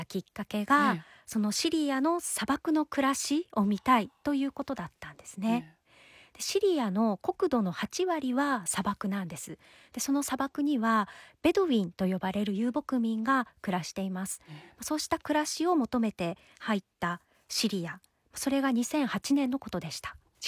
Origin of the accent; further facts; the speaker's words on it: Akita, Japan; 私は秋田市の出身なんですけれども、祖父母が米農家で、幼い頃から祖父母が田んぼで働く姿を眺めて育ったんですね